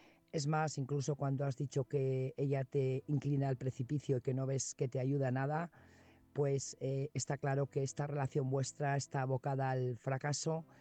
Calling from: Burgos, Castile and León, Spain; Feliz inicio de semana … corresponsal de Burgos

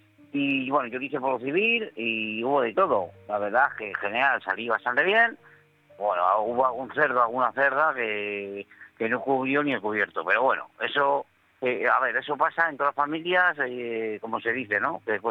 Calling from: Madrid, Community of Madrid, Spain; de Madrid

